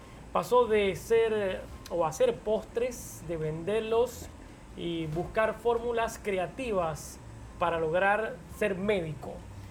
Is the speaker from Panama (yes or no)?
yes; Panama; Lo que vemos como panameño